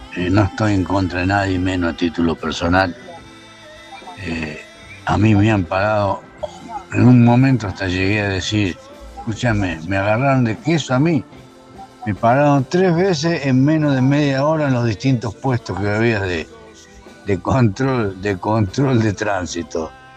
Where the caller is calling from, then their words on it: Pergamino, Buenos Aires Province, Argentina; hace 52 años que vivo en Pergamino